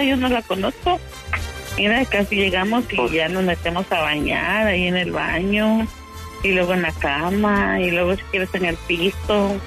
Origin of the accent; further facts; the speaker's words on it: Veracruz, Mexico; Yo soy jarocha, yo soy de tierra caliente.